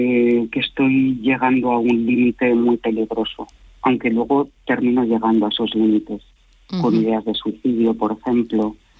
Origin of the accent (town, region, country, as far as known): Madrid, Community of Madrid, Spain; now in Zaragoza, Spain